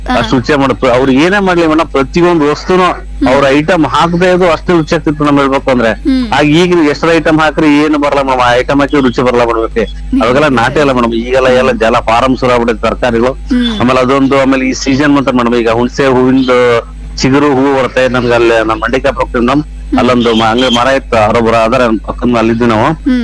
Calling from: Karnataka, India; ನಾವು ಬಯಸಿಮೆ ಕಡೆಯವರು

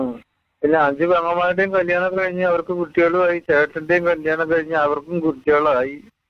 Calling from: Karunagappally, Kerala, India; ഞാൻ കൊല്ലം കരുനാഗപ്പള്ളി.

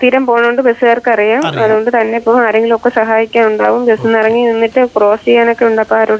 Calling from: Thiruvananthapuram, Kerala, India; തിരുവനന്തപുരം തന്നെയാണ്.

